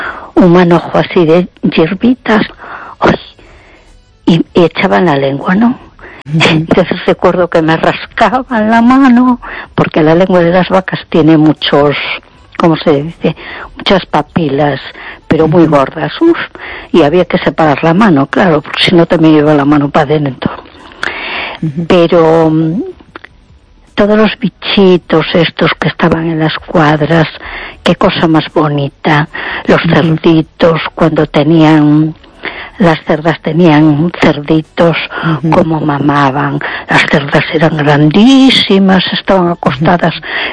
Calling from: A Coruña, Galicia, Spain; de Coruña.

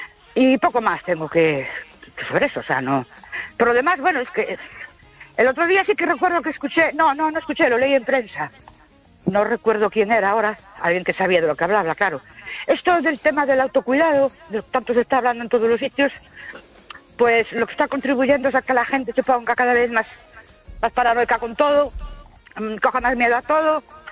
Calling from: Ourense, Galicia, Spain; Buenas noches. … de Ourense.

